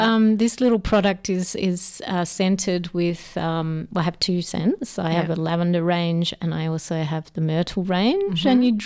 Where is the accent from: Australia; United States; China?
Australia; Melbourne, Victoria; moved away; I'm originally from Melbourne.